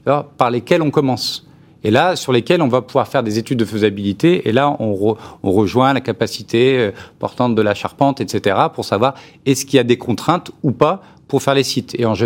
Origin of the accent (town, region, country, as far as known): Chambéry, Auvergne-Rhône-Alpes, France